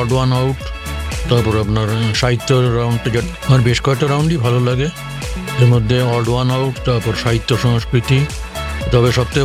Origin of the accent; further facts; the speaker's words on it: Behala, West Bengal, India; বেহালার থেকে আসছি।